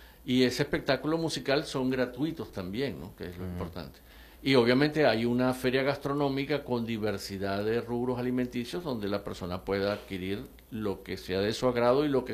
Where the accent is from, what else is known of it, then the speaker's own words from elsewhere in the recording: Maracaibo, Zulia, Venezuela; born there; yo también tengo sangre falconiana, pero nací aquí. Pero esto que vive Maracaibo